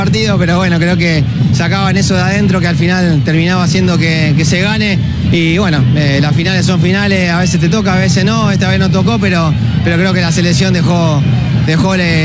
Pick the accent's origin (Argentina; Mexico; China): Argentina